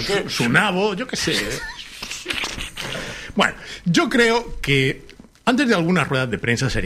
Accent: Lleida, Catalonia, Spain; Yo soy de Lérida, es una provincia de fruta y no sé qué, las peras de Lérida.

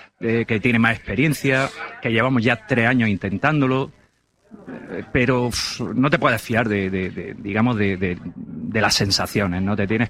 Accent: Andalusia, Spain; Somos hermanos, somos andaluces los dos

